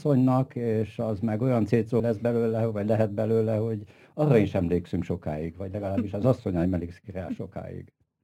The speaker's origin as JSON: {"language": "Hungarian", "region": "Transylvania", "country": "Romania", "said": "És mi, mint erdélyiek, szerintem egy furcsa helyt vagyunk, mert itten összefolyt magyar, román, szláv, német, lengyel humor, zsidó humor"}